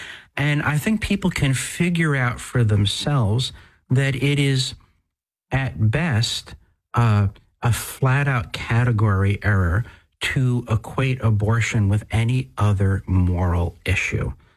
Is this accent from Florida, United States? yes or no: no; New Jersey, United States; accent: New Jersey; my New Jersey almost came out.